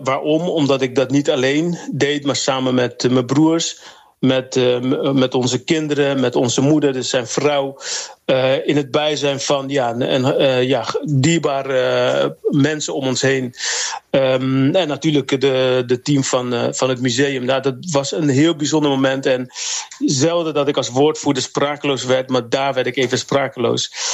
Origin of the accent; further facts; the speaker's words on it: Netherlands; also born or lived in Papua; omdat ik hier ben opgegroeid als Nederlands jongen